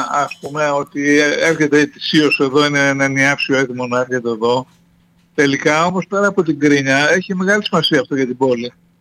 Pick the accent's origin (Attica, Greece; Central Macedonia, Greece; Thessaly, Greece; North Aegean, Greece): Central Macedonia, Greece; Thessaloniki; που είμαι βέρος Θεσσαλονικιός, οριζινάλε, mm-hmm, περπατώ στη Ζυμισκή και γνωρίζω έναν στους χίλιους.